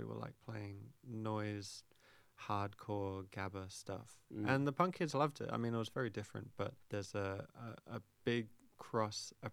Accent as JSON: {"language": "English", "town": "Brisbane", "region": "Queensland", "country": "Australia", "tie": "born or raised there", "moved": "yes", "lives_now": "Sydney, Australia", "said": "I grew up in Brisbane, came down to Sydney"}